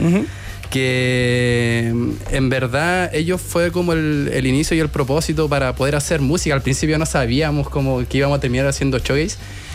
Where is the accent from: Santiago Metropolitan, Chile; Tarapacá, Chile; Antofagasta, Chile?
Tarapacá, Chile; Iquique; todos los de la banda somos de Iquique, oriundos de allá. Todos nacimos en Iquique, estudiamos allá, colegio.